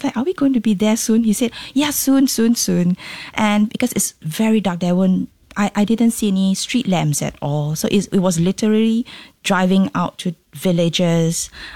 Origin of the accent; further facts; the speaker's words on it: Singapore; being Singaporean